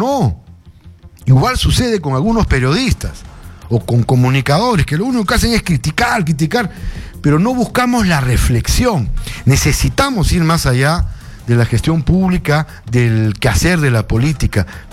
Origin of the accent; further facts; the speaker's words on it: Peru; Y no es que seamos serranos, somos peruanos, somos una confluencia de diversas razas.